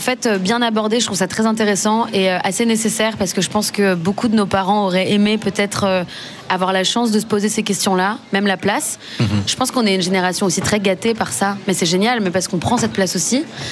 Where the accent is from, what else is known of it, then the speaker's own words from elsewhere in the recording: France; Je suis française de base.